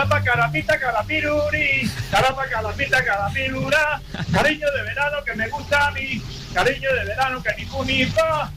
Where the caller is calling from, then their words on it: Asturias, Spain; de Asturias.